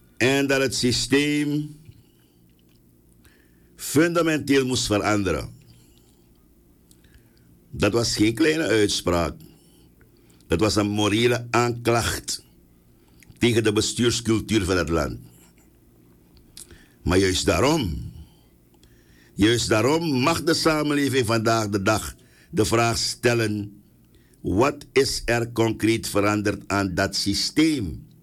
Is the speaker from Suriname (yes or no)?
yes; Suriname; Tuurlijk zijn we allemaal Surinamers.